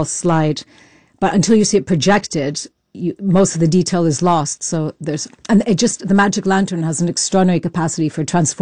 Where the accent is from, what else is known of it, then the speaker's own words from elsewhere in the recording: Doncaster, Yorkshire and the Humber, United Kingdom; born there; also born or lived in London; moved from London to Doncaster, and then also being mixed myself